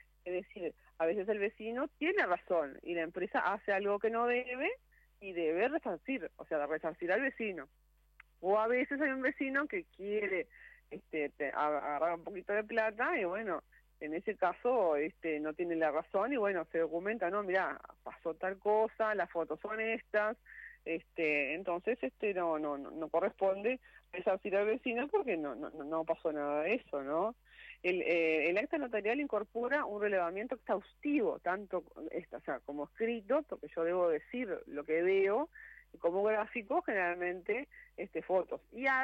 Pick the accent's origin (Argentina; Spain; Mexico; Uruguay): Uruguay; Montevideo; born there; also born or lived in Tranqueras; Yo soy nacida en Montevideo, pero una época de mi adolescencia, yo no sé si te conté, Fabricio, yo vivía acá en Tranqueras, viví unos años en Tranqueras.